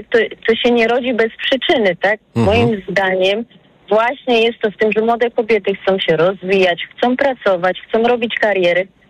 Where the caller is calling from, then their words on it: Ciechocinek, Kuyavian-Pomeranian Voivodeship, Poland; z Ciechocinka, mam 41 lat.